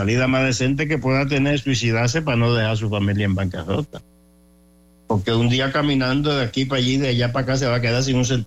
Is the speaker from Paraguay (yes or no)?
no; Dominican Republic; moved away; Somos todos los dominicanos, incluyendo los que vivimos fuera.